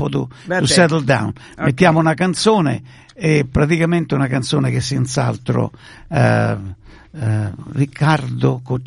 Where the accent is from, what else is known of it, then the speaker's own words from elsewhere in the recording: Rome, Lazio, Italy; Poi a Roma non ne parliamo perché la Z la mettiamo dappertutto, anche con la S, la borsa, con la Z.